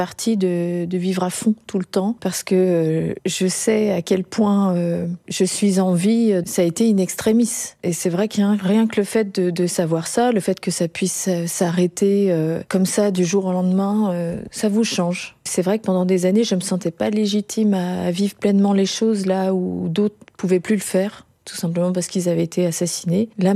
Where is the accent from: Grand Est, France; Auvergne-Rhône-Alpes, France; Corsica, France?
Auvergne-Rhône-Alpes, France; comme je suis de Haute-Savoie